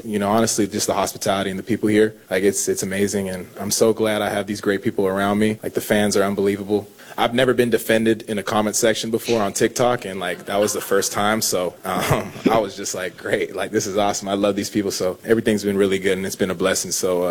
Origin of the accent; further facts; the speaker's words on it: Canada; also born or lived in California; Growing up in Canada, I see a lot of ties. There's a lot of French Canadians, and kind of understanding like the French in New Orleans and Louisiana is pretty cool. But I mean, also being in California